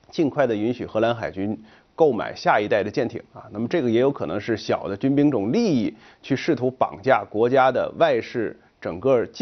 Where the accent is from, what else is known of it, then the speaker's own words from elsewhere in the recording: China; 我们中国人讲的是己所不欲，勿施于人。